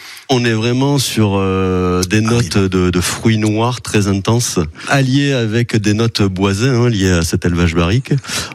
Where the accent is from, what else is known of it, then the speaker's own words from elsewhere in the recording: France; on est français.